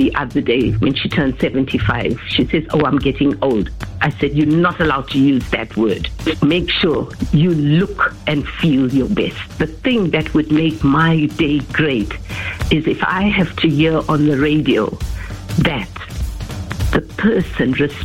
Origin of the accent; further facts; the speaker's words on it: Dundee, KwaZulu-Natal, South Africa; I'm from Dundee in KwaZulu-Natal.